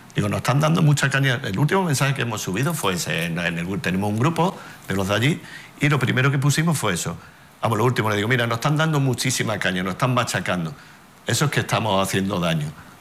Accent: Cádiz, Andalusia, Spain; Yo soy Ceuta. Yo soy de Cádiz, yo soy Ceuta.

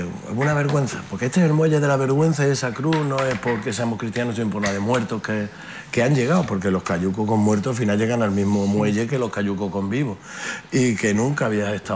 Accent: Ceuta, Spain; Pero, oye, que aguantamos tanto como los canarios

